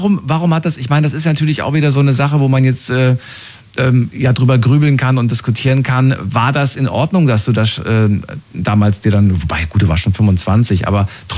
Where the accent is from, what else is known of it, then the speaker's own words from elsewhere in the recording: Thuringia, Germany; weil ich auch aus Thüringen bin